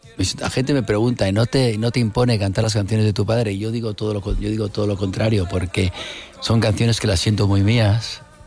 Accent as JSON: {"language": "Spanish", "town": "Madrid", "region": "Community of Madrid", "country": "Spain", "tie": "born there", "said": "Hombre, cantar en la ciudad donde yo nací es muy especial, ¿no? Uh-huh. Venir aquí a Madrid, cantar aquí en Madrid es algo increíble."}